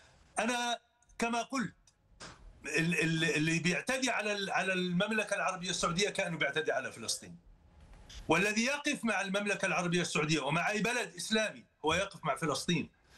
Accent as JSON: {"language": "Arabic", "country": "Palestine", "said": "كمسلم ولا كفلسطيني"}